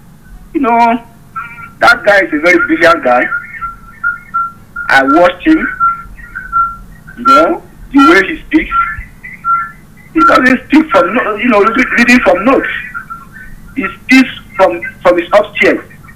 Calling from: Jos, Plateau, Nigeria; I'm calling from Jos Plateau, Nigeria.

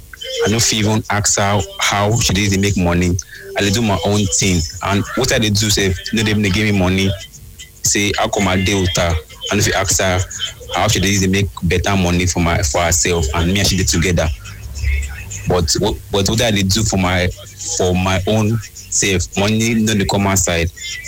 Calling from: Port Harcourt, Rivers, Nigeria; I'm calling from Port Harcourt.

